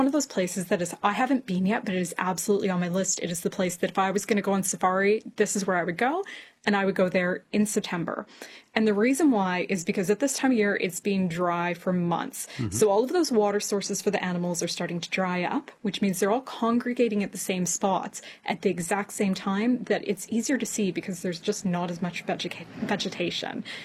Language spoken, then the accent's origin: English; Canada; No, they haven't, and I am going to correct you, I'm Canadian.